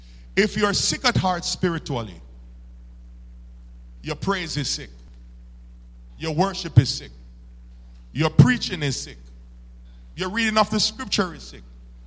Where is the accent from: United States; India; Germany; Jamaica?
Jamaica; I usually eat my H because I'm Jamaican